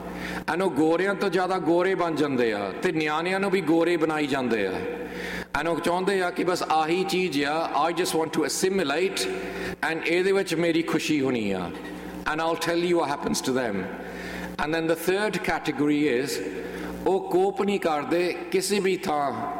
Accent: England, United Kingdom; ਅਸੀਂ ਇੰਗਲੈਂਡ ਦੇ ਸਿੱਖ ਹਾਂ, ਸੋ to give you a background on me

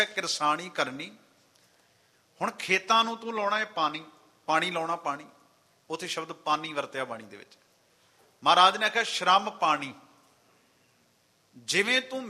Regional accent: Patti, Punjab, India; ਮੈਂ ਖੁਦ ਪੱਟੀ ਦਾ ਰਹਿਣ ਵਾਲਾ।

